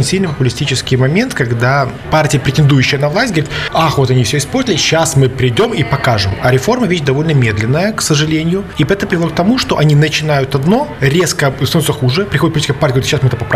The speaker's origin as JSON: {"language": "Russian", "country": "Belarus", "said": "только мы белорусы, по двум соседним областям в 4 раза"}